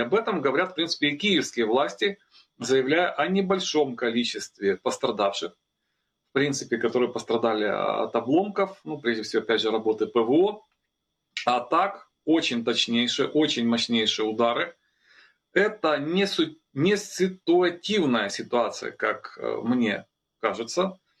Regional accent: Kyiv, Ukraine; мне, как коренному киевлянину, очень хорошо известны все локации, куда прилетело.

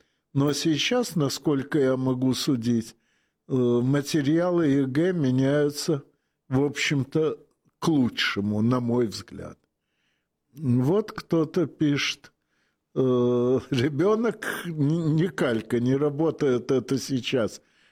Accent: Odesa, Odesa Oblast, Ukraine; born there

